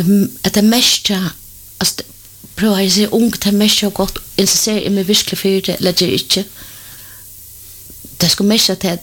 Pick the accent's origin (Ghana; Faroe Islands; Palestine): Faroe Islands; jeg er færing